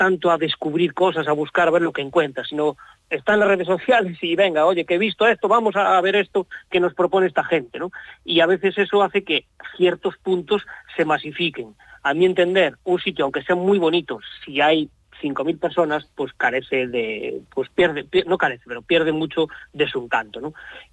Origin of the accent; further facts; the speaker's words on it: A Coruña, Galicia, Spain; somos de Coruña y empezamos pues la cosa en Coruña, ¿no?